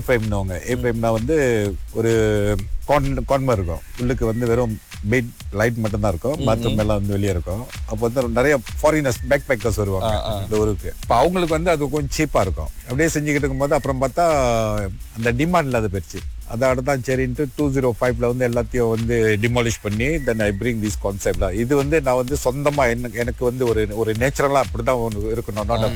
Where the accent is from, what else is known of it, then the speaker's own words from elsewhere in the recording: Pangkor, Perak, Malaysia; also born or lived in Sitiawan; நான் பிறந்த ஊரு, ஃபம் த்ரீ வரைக்கும் பங்கூர்ல படிச்சேன்.